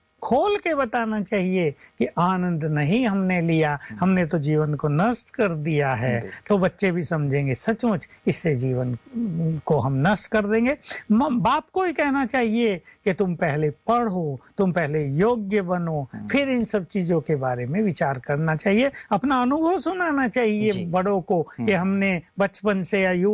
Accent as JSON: {"language": "Hindi", "region": "Uttar Pradesh", "country": "India", "said": "हम तो यूपी से हैं, वहां की लठमार भाषा और इनकी मधुर भाषा में कितना अंतर है।"}